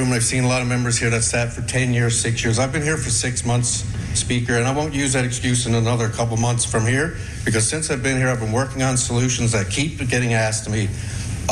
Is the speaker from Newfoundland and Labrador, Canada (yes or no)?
yes; Deer Lake, Newfoundland and Labrador, Canada; born or raised there